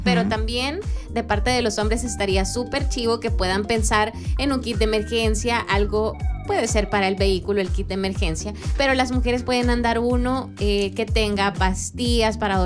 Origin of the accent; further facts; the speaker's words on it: El Salvador; a nosotros como salvadoreños